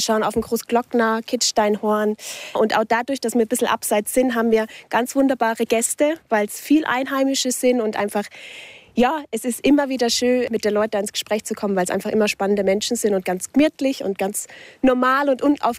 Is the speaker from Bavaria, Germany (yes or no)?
yes; Würzburg, Bavaria, Germany; now in Austria; Im Norden, Nordbayern, also Deutschland und aus Würzburg.